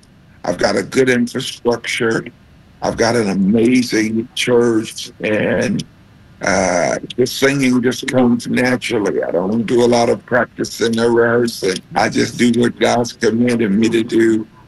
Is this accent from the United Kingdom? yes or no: no; Charlotte, North Carolina, United States; They were in my hometown in Charlotte.